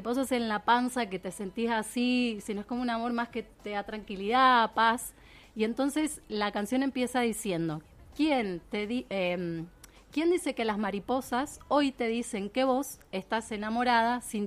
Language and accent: Spanish; Buenos Aires, Argentina; Bueno, yo soy murguera. Soy murguera porteña. Y empecé cantando en una murga.